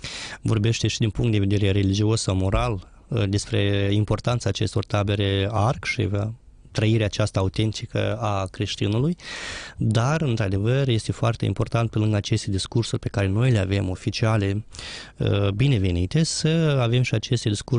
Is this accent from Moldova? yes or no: yes; Moldova